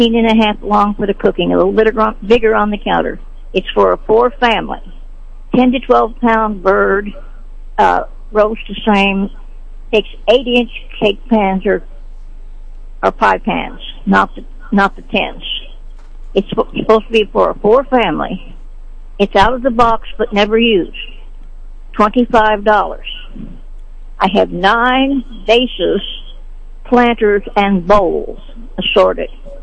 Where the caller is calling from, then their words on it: Sedalia, Missouri, United States; I'm calling from Sedalia.